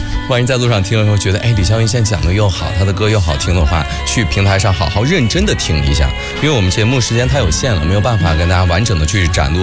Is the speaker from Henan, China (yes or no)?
yes; Luoyang, Henan, China; 我是在河南洛阳长大的。